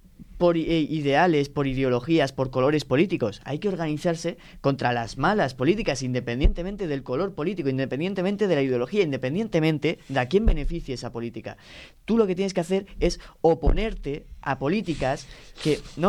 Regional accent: Spain; todos somos el pueblo español.

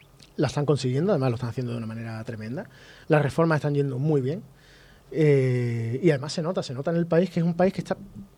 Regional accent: Spain; para nosotros como españoles

